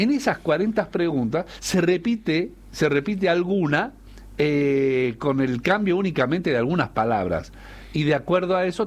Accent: Argentina; Yo tengo la ciudadanía alemana que me la dio mi hijo y además soy nativo argentino.

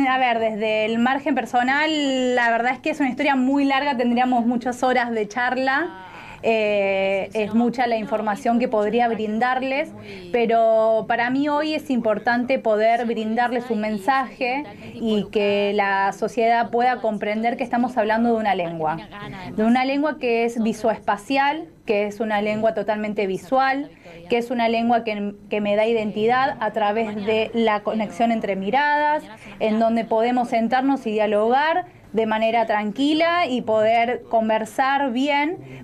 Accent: Argentina; en realidad somos todos argentinos

